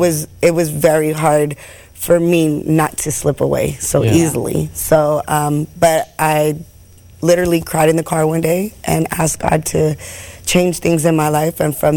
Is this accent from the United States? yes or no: yes; California, United States; no, I'm from California.